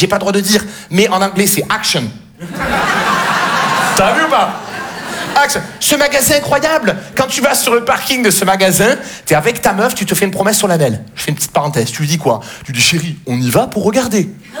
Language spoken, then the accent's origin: French; Marseille, Provence-Alpes-Côte d'Azur, France